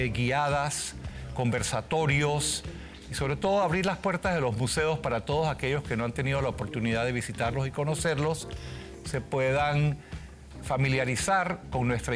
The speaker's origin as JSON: {"language": "Spanish", "country": "Panama", "said": "nos deberían dar orgullo de cómo somos como panameños."}